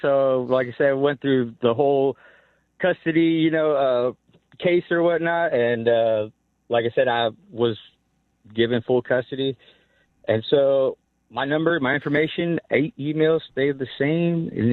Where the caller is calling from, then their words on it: Las Vegas, Nevada, United States; also born or lived in Anaheim; I'm calling from Las Vegas, Nevada. Heard you talking about parenting. So, single father, one child, moved out here from Las Vegas, or from Anaheim to Las Vegas.